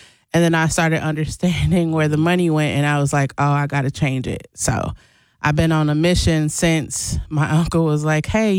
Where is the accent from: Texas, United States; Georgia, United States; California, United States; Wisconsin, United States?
Wisconsin, United States; Milwaukee; born or raised there